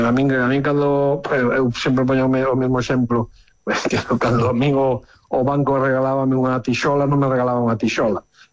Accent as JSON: {"language": "Galician", "town": "Lugo", "region": "Galicia", "country": "Spain"}